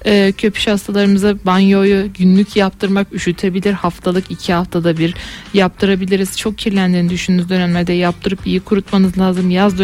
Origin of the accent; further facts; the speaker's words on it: Adana, Turkey; moved away; ben de bir Adanalı olarak çok sevdiğim şarkılar.